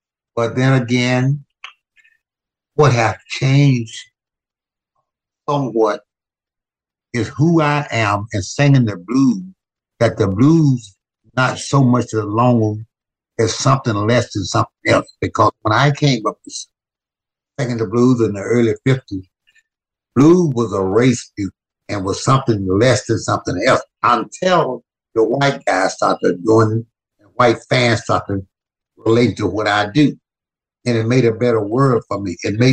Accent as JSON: {"language": "English", "region": "Louisiana", "country": "United States", "tie": "born there", "said": "Oh, God. I was born in Louisiana."}